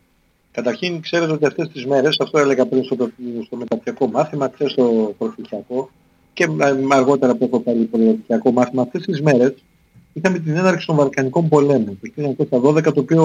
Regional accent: Greece; εγώ γεννήθηκα και μεγάλο στην Πρόνη. Ο πατέρας μου μιλούσε το τοπικό ιδίωμα, η μητέρα μου τη βλαχική διάλεκτο.

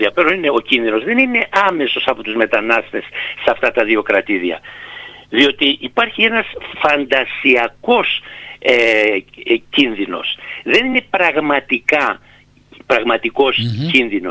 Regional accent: Chios, North Aegean, Greece; στην πατρίδα μου, στη Χίο

